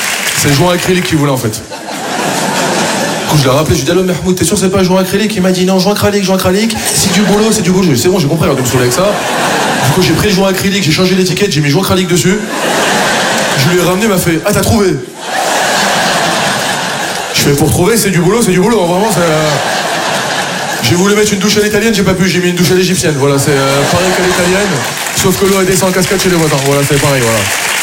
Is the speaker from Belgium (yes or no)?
no; France; je suis fier de mes origines et je suis fier d'être français, moi aussi